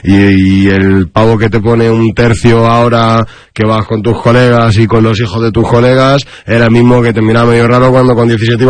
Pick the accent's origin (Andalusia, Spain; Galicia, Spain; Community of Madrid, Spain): Community of Madrid, Spain; Madrid; yo soy de Carabanchel y vivo en la lucha hace ya 7 años, 6, con la tontería.